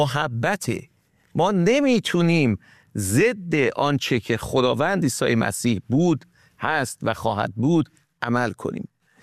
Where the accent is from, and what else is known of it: Iran; moved away